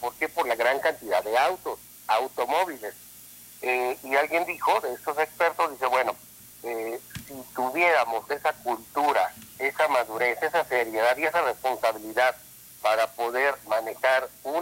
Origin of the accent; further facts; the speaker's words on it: Mexico; somos ciudadanos, los mexicanos nos catalogan por romper todas las reglas.